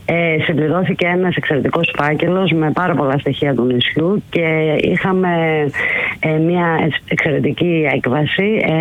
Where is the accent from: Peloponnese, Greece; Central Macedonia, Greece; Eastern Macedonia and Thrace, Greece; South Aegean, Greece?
South Aegean, Greece; Sifnos; Γεννήθηκα στη Σύφνο. Ναι. Είμαι από τη Σύφνο και γεννήθηκα στο σπίτι που μένω μέχρι σήμερα.